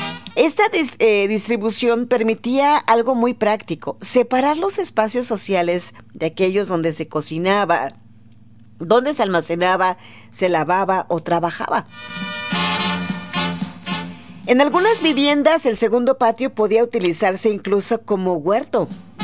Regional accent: Mexico

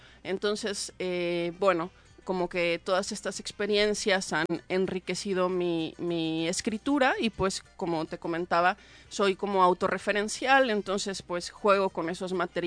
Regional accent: Monterrey, Nuevo León, Mexico; moved away as an adult; now in Acapulco, Mexico; yo soy regiomontana, pero llevo varios años viviendo en Acapulco, aproximadamente 8 años, entonces ya soy medio acapulqueña.

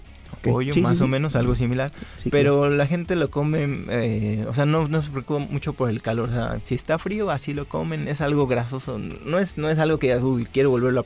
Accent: Mexico

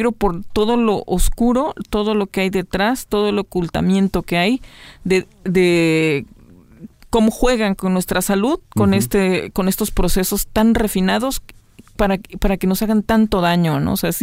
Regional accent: Poza Rica, Veracruz, Mexico; now in Coatepec, Mexico; yo soy originaria de Poza Rica

